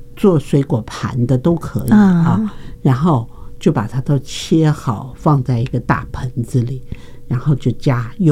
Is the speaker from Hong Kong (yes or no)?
no; southern Taiwan, Taiwan; now in Taipei, Taiwan; 因为从小在南部长大